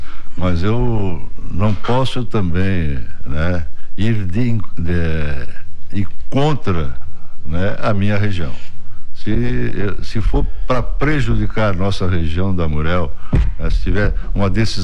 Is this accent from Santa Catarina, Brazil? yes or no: yes; Tubarão, Santa Catarina, Brazil; now in Jaguaruna, Brazil; eu sou de Tubarão, mas hoje estou morando em Jaguaruna.